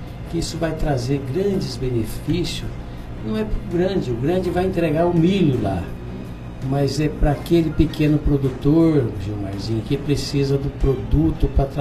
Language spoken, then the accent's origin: Portuguese; Paraná, Brazil; moved away as an adult; also born or lived in Primavera do Leste, Mato Grosso; now in Porto Alegre do Norte, Brazil; Eu sou paranaense e criado na agricultura familiar.